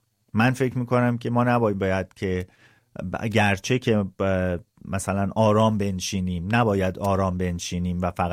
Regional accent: Iran; now in Gothenburg, Sweden

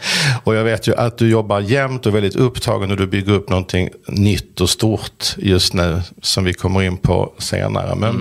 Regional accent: Helsingborg, Skåne, Sweden; Jag är från Helsingborg.

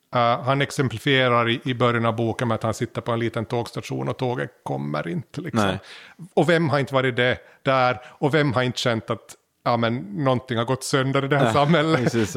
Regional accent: Finland; När man växte upp i Finland så vi hade ju mycket mindre invandring.

